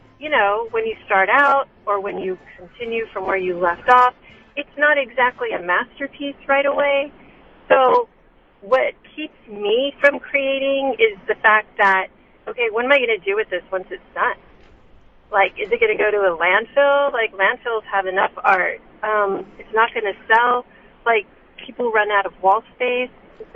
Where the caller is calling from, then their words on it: Del Rio, Texas, United States; Del Rio, Texas.